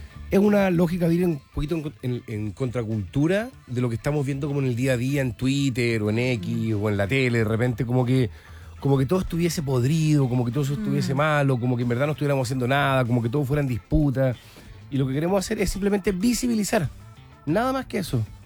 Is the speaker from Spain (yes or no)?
no; Chile; podemos hacer como chilenos